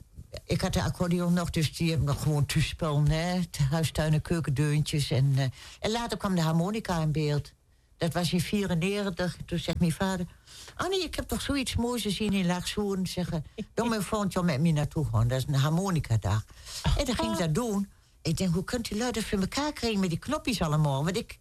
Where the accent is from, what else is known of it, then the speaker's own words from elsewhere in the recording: Leuvenheim, Gelderland, Netherlands; Ik zeg, uit Leuvenheim, maar dat ken je toch niet, want niemand wist voor Leuvenheim.